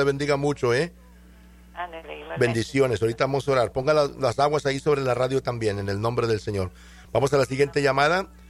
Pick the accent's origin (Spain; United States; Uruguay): United States; Mathis, Texas; Yo soy de Mathis, hermano, nomás que estoy en vivo acá en la radio en el Valle.